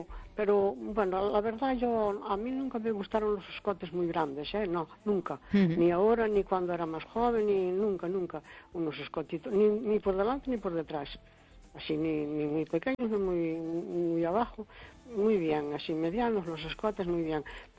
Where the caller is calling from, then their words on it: Cespón, Galicia, Spain; de Cespón, muy bien, gracias.